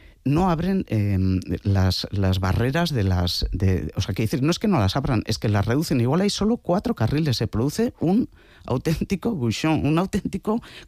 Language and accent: Spanish; Irún, Basque Country, Spain; yo soy de Irún